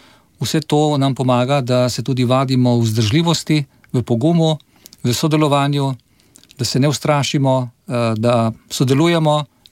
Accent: Southeast Slovenia, Slovenia; da sem iz Dolenjske in da veliko vozim ob reki Krki

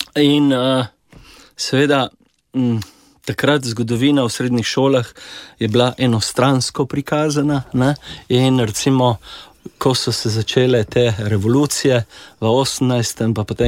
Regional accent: Šempeter pri Gorici, Gorizia, Slovenia; born there; Ja, jaz sem rojen v Šempetru pri Gorici, en prvih v novi porodnišnici takratni, ja.

